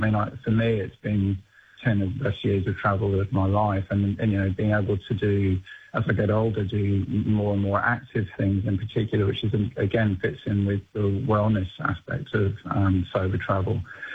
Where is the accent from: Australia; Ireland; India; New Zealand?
Australia; Newcastle, New South Wales; And then I'm from Newcastle